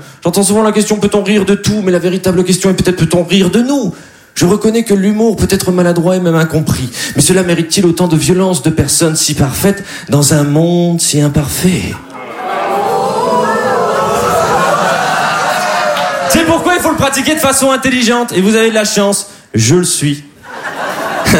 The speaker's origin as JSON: {"language": "French", "town": "Dunkirk", "region": "Hauts-de-France", "country": "France", "said": "ce qui tombe bien puisque je suis originaire de Dunkerque près de Los Angeles."}